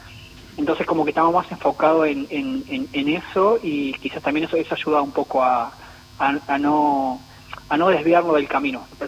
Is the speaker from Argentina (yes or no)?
yes; Entre Ríos, Argentina; Villaguay, que está cerca de mi pueblo.